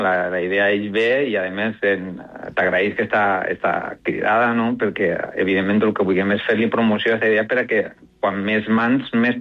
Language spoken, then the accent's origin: Catalan; Olleria, Valencian Community, Spain; jo soc d'Olleria